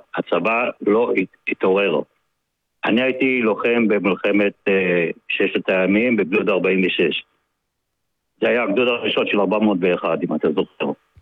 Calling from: Tel Aviv, Tel Aviv District, Israel; אני מתל אביב.

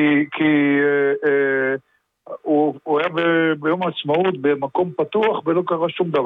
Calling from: Petah Tikva, Central District, Israel; אני מפתח תקווה.

